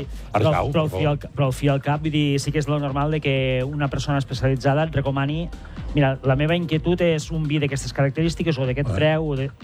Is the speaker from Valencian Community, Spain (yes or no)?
no; Guissona, Catalonia, Spain; Jo soc de Guissona.